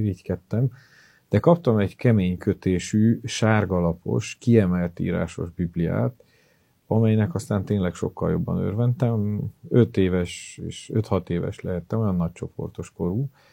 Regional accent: Miercurea Nirajului, Mureș County, Romania; A nyáredszeredai gyülekezetben nőttem fel

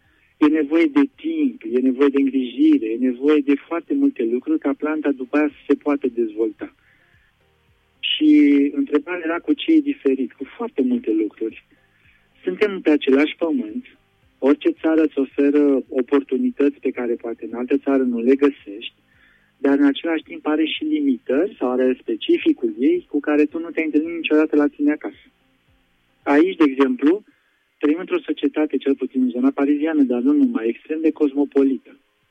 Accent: Romania; now in Paris, France; noi ca români tindem să venim spre biserică

